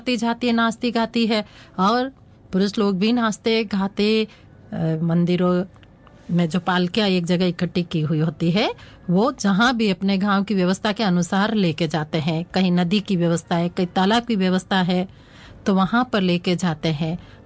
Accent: Rajasthan, India; हम तो राजस्थान की मिट्टी में बड़े हुए हैं, पले बड़े

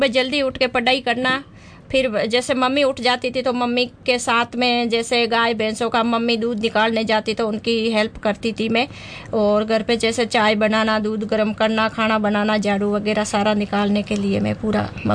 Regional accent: Rajasthan, India; moved away as an adult; now in Mount Abu, India; मैंने 11th 12th Raniwara से की थी, तो हमारे गांव से रानीवाड़ा में

